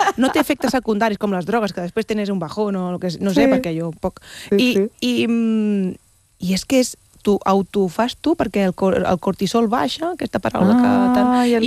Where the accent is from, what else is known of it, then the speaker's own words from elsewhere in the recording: La Bisbal d'Empordà, Catalonia, Spain; Bueno, avui actuo al meu poble després de 15 anys que no he actuat a la meva vida. A la Bisbal d'Empordà.